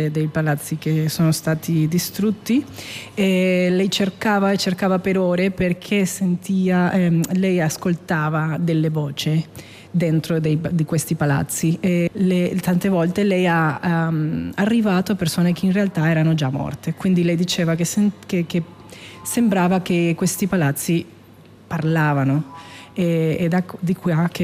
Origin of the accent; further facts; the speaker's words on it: Venezuela; Italian is a second language; del mio paese senza anche parlare di questa tragedia che abbiamo vissuto in Venezuela